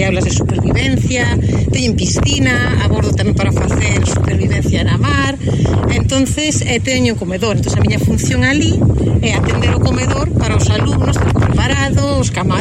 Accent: A Coruña, Galicia, Spain; Son galega, son da Coruña.

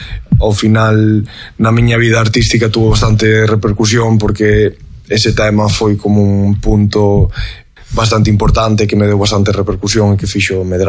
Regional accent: Galicia, Spain; son galego, falo galego, fai música en galego.

